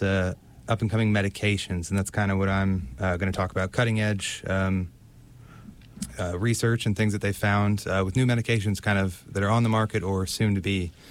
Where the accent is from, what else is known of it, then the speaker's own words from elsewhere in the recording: Kansas, United States; moved away as an adult; now in Virginia, United States; I'm from Kansas, went to the University of Missouri, played sports in college.